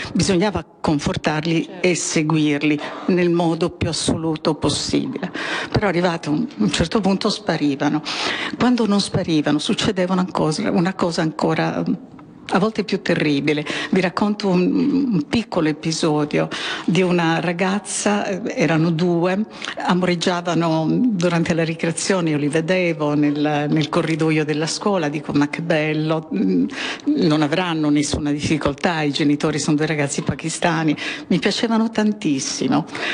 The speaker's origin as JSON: {"language": "Italian", "region": "Sardinia", "country": "Italy", "tie": "born or raised there", "said": "Io sono cresciuta in Sardegna, è una cultura arcaica"}